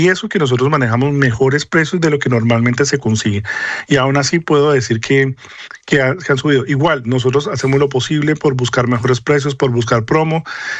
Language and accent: Spanish; Colombia; moved away; somos también migrantes, somos también colombianos